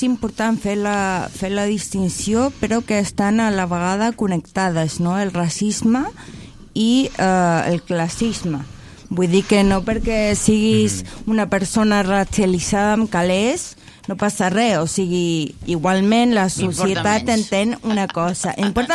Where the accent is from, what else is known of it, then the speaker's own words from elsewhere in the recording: Chile; jo no soc europea, eh? Ojo, soc americana, bueno, soc de Xile.